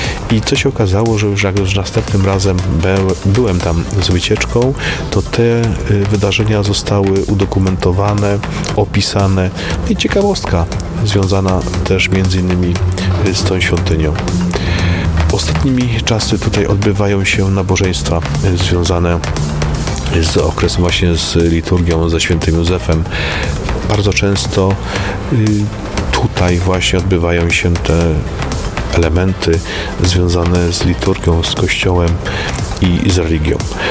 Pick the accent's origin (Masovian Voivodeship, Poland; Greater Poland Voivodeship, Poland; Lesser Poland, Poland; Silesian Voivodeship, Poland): Greater Poland Voivodeship, Poland; Kalisz; born there